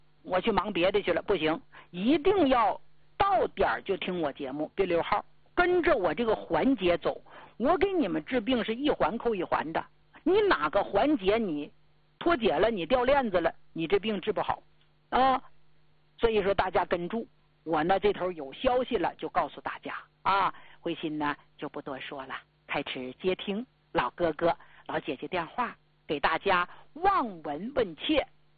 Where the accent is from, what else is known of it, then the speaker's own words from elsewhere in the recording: Jilin, China; accent: Northeastern (dachazi flavour); moved away; 吉林是我老家呀，你看我一说话满嘴大碴子味儿，就东北人，那是我的老家